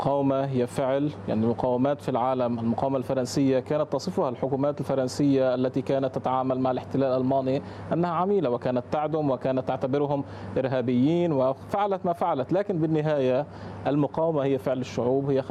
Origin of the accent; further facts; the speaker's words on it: Lebanon; مصلحتنا كلبنانيين